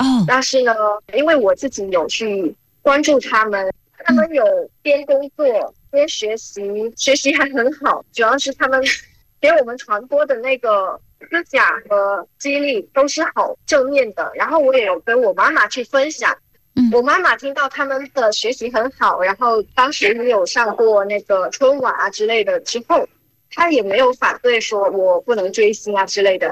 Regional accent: Cambodia; 虽然说我从小就在柬埔寨出生，但是呢，我的家庭还是有华人血统的。

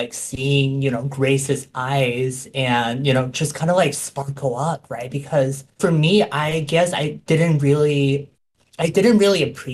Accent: Shandong, China; I was taking her around my hometown in Shandong, my favorite childhood places, all the traditional places

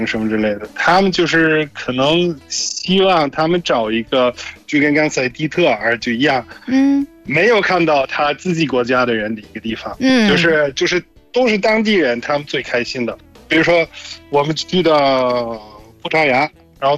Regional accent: Germany; Chinese is a second language; 谢谢大家，

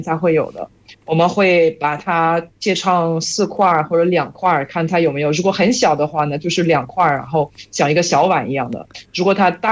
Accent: central France, France; Chinese is a second language; moved away as an adult; 但法国，其实可能法国南部也是有西瓜，但我是来自中部吧，可以说就是西边。我们那边的这个气候不允许我们的那个种西瓜的。

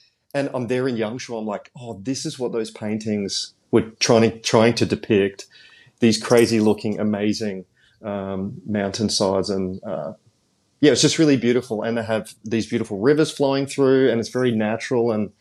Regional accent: Australia; moved away as an adult; now in Chengdu, China; So basically, I'm an Aussie living in China. I have my wife who is born and raised Chengdu citizen. And we have two children. We had one in Australia and one here in Chengdu.

